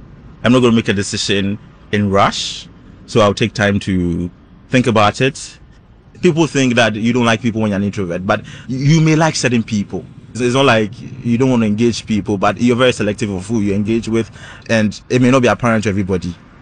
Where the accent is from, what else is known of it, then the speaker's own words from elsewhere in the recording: Volta, Ghana; moved away as an adult; now in Accra, Ghana; In our local language, I'll say … I'm Eweso. … I'm from the Volta region of Ghana, and I've been in Accra since 2015.